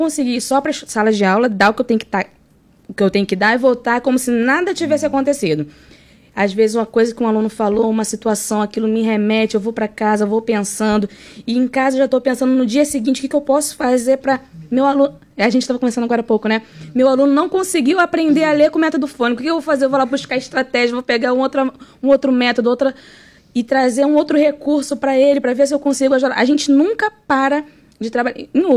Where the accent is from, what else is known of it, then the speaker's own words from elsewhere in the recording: Belford Roxo, Rio de Janeiro, Brazil; moved away as an adult; now in Arraial do Cabo, Brazil; Eu sou cria da escola pública, vim lá de Belfor Roxo.